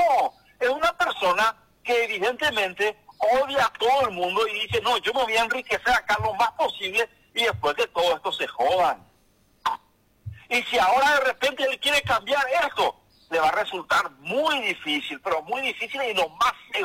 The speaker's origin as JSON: {"language": "Spanish", "country": "Paraguay", "said": "debería de interpelarnos como paraguayos"}